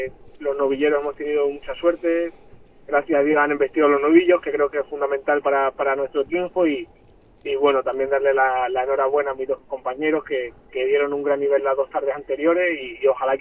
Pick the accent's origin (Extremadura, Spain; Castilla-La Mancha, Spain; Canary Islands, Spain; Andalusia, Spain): Extremadura, Spain; Cáceres; also born or lived in Arenas de San Pedro, Ávila, Spain; yo soy nacido en Arenas de San Pedro, pero desde muy pequeño me fui a vivir a Cáceres y la verdad que tengo el corazón dividido.